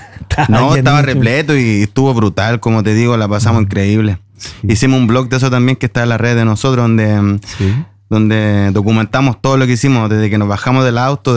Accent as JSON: {"language": "Spanish", "town": "Viña del Mar", "region": "Valparaíso", "country": "Chile"}